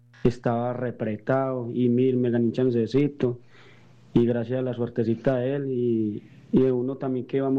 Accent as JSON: {"language": "Spanish", "town": "Santa Rosa de Cabal", "region": "Risaralda", "country": "Colombia", "said": "de Santa Rosa de Cabal."}